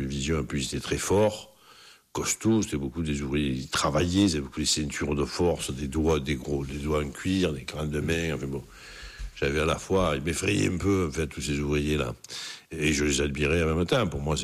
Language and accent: French; Marseille, Provence-Alpes-Côte d'Azur, France; born or raised there